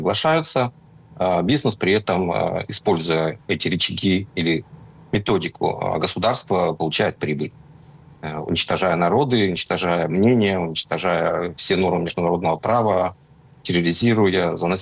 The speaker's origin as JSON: {"language": "Russian", "region": "Murmansk Oblast", "country": "Russia"}